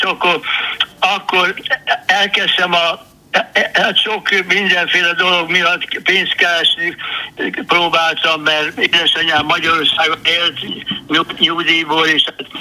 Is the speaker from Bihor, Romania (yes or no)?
yes; Oradea, Bihor, Romania; és akkor én Nagyváradon nevelkedtem, ott lett az első áldozó